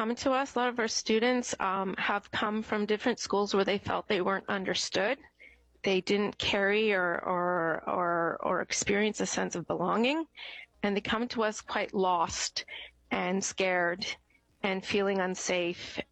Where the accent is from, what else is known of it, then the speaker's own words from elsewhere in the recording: Canada; now in Winnipeg, Canada; I'm a first-generation Canadian